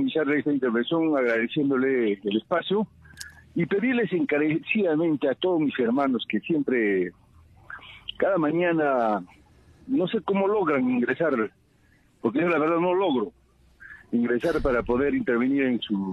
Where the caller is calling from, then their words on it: Cusco, Peru; de la ciudad imperial de Cusco.